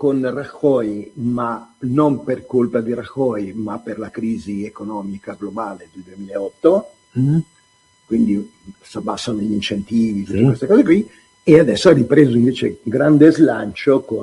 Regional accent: Milan, Lombardy, Italy; Siccome sono di Loreto, no, piazzale Loreto.

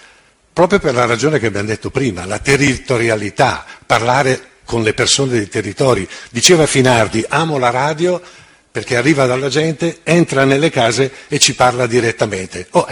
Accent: Brescia, Lombardy, Italy; Nella prima radio in cui ho lavorato a Brescia, io sono di Brescia

